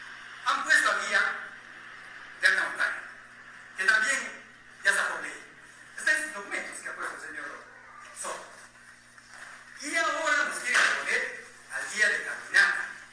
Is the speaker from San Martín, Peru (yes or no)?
no; Cusco, Peru